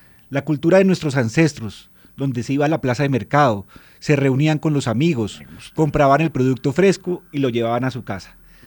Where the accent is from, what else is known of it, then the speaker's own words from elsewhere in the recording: Bogotá, Colombia; born there; yo nací en Bogotá, pero claro, mis ancestros son de Boyacá y del Tolima.